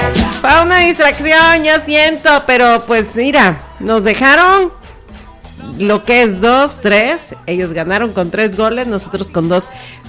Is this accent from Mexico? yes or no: yes; Mexico; yo soy mexicana